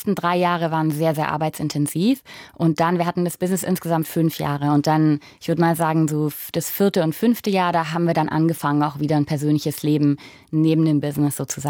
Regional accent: Delmensing, Baden-Württemberg, Germany; Ich bin damals aufgewachsen in Delmensing sogar. Das ist noch ein Vorort vor Erbach, also ein ganz kleines Dorf.

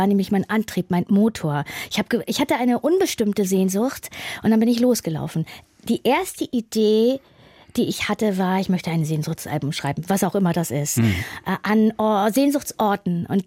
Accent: Hamburg, Germany; Ich als Hamburgerin.

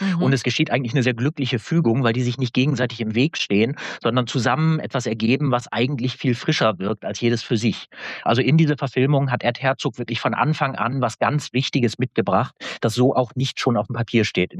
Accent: Northern Germany, Germany; born there; ich bin eigentlich gebürtiges Nordlicht

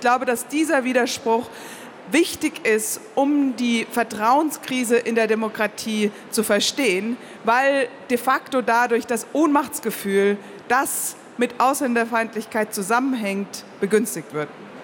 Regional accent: Nuremberg, Bavaria, Germany; Ich bin in Nürnberg aufgewachsen

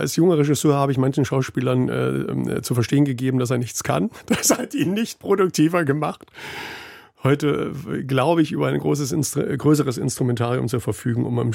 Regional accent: Bautzen, Saxony, Germany; Und dann bin ich in meine Heimatstadt Bautzen gefahren

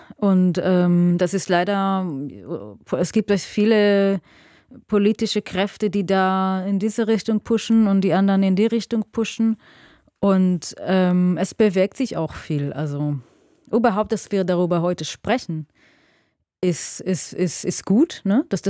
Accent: Israel; now in Germany; als ich gesagt habe, ich komme aus Israel

